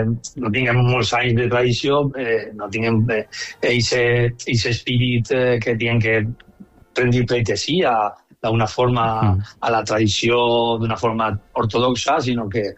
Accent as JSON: {"language": "Catalan", "town": "Xàtiva", "region": "Valencian Community", "country": "Spain", "said": "tots els que som de Xàtiva"}